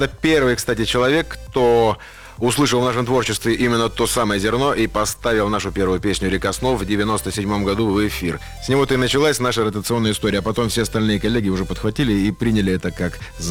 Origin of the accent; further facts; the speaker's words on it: Siberia, Russia; мы везде подчеркиваем, что мы сибиряки.